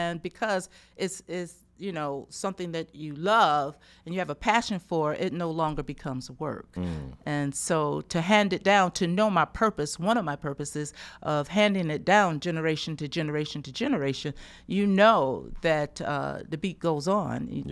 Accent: Rochester, New York, United States; yes, I'm born and raised here in Rochester, and no, I'm not from Florida. My family's from Florida.

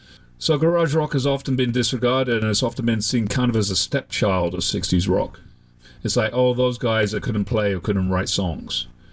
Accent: England, United Kingdom; moved away as an adult; now in United States; yes, I was born in England, I grew up there, and I moved to the United States in my mid-20s.

